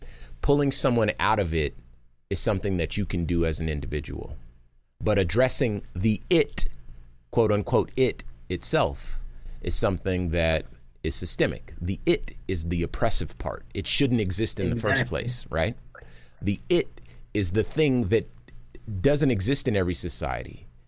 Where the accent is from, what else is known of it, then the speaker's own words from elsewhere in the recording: Compton, California, United States; So I'm from Compton, California, right? My mom was on dope. My dad was on dope. I come from it too.